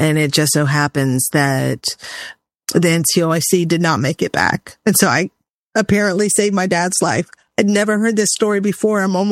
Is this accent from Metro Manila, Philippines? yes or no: no; Angeles, Central Luzon, Philippines; born there; I was born in 1966 in Angeles, Pampanga in the Philippines.